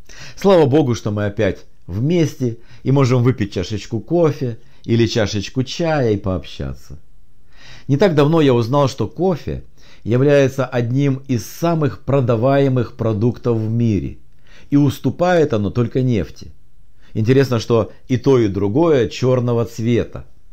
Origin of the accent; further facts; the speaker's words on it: Ukraine; мы были из Украины.